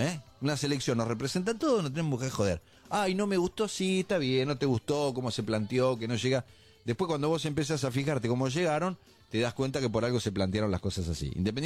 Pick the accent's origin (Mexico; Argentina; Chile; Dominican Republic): Argentina; hoy soy más argentino que ayer, yo también.